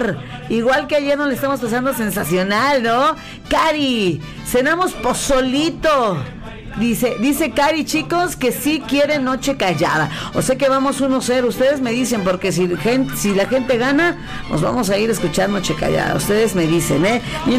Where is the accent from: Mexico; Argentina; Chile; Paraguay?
Mexico; Lo que hace que nos unamos como mexicanos.